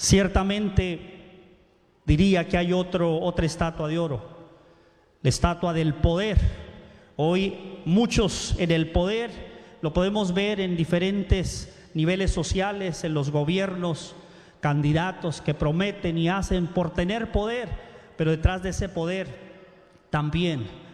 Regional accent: Mexico; los que somos de México

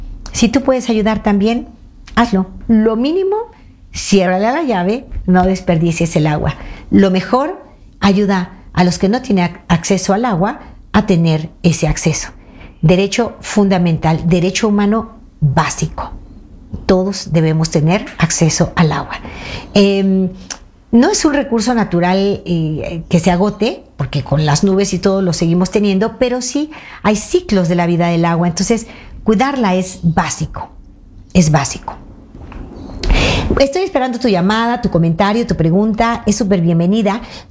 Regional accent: Mexico

